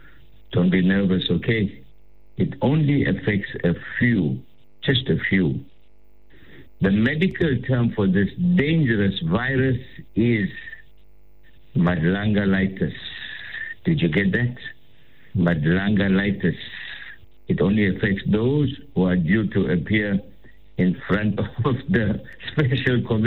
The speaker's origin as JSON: {"language": "English", "region": "KwaZulu-Natal", "country": "South Africa", "tie": "born or raised there", "said": "my hometown of Sheppey."}